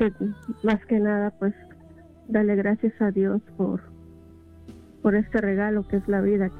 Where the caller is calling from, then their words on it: Delaware, United States; Yo vivo en Delaware.